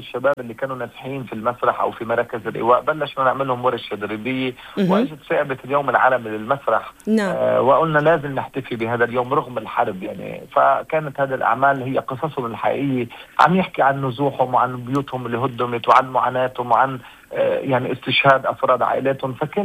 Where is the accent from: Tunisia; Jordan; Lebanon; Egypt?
Lebanon; شارعنا اللبناني والعربي